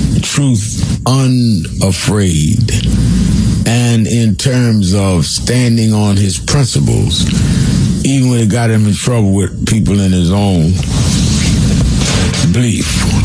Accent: New York, United States; let me say that many of you know that I grew up in New York as part of the King Movement from when I was 12 years old.

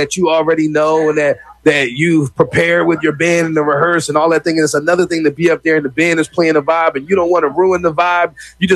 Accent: Philadelphia, Pennsylvania, United States; because I'm an artist from Philly

